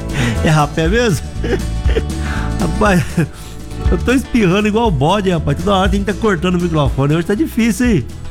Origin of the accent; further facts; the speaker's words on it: Brazil; Eu sou brasileiro